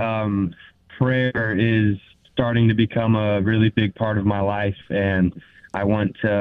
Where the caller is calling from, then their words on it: Overton, Nebraska, United States; Overton, Nebraska.